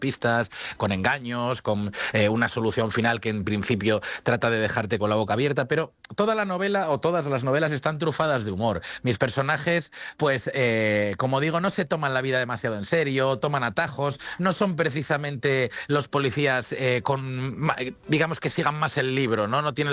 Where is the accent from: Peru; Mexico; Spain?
Spain; Vigo, Galicia; born there; now in Madrid, Spain; que yo vivo en Madrid y nací en Vigo, son dos ciudades que conozco a la perfección.